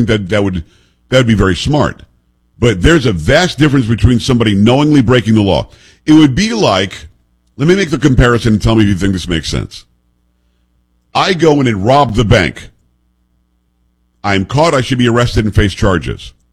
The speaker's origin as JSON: {"language": "English", "region": "Florida", "country": "United States", "tie": "born or raised there", "said": "And I grew up in South Florida, as I say all the time."}